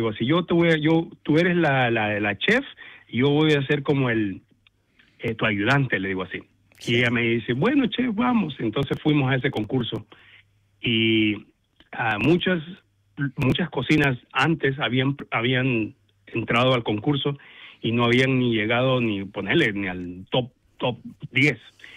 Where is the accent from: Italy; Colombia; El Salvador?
El Salvador; A mí, los platillos de mi región, yo soy del Salvador, y las pupusas son como el plato predilecto de los centroamericanos.